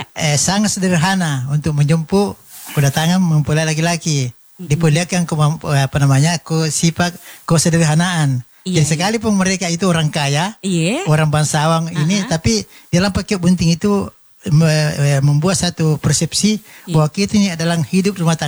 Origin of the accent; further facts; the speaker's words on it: Makassar, South Sulawesi, Indonesia; kita orang Makassar